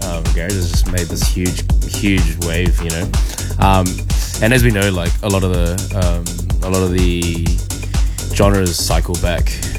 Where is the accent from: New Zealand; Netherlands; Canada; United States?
New Zealand; I'm from New Zealand, and born and raised New Zealand. Parents are from Cambodia, but growing up in New Zealand